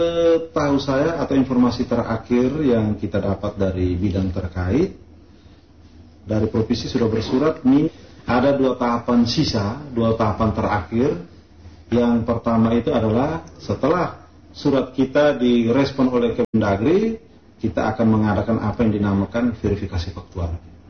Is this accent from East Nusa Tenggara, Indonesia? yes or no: yes; Belu, East Nusa Tenggara, Indonesia; kita orang Belu